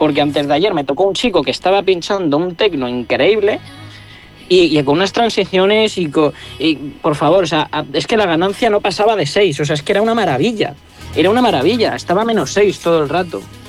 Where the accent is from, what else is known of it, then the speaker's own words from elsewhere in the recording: Talavera, Spain; moved away; estuve de vacaciones allí en Talavera, de donde soy yo